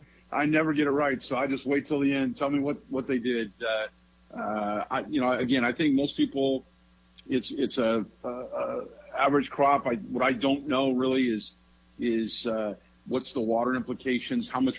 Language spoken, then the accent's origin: English; Los Angeles, California, United States; born there; I was actually born in Los Angeles.